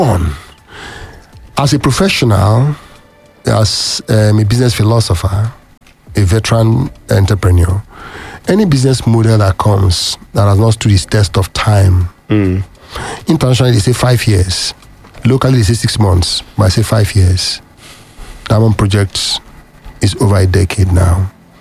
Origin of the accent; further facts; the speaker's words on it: Delta, Nigeria; now in Ibadan, Nigeria; I am not from the Southwest. I am from Delta State.